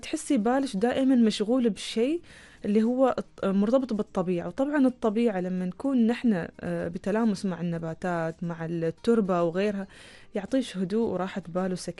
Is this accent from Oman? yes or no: yes; Oman; هنا عندنا في عمان.